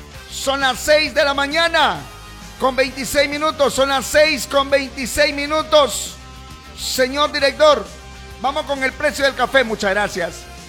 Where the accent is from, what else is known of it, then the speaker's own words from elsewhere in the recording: Cajamarca, Peru; Aquí nomás, como dicen allá mis paisanos en mi pueblito, aquisito nomás, en Cajamarca.